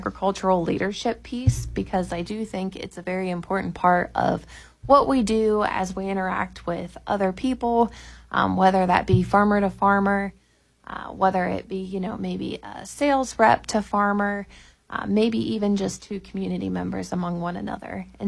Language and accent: English; Ohio, United States; So I grew up in Noble County, Ohio, a little below Cambridge there, and I grew up on my family's beef cattle operation.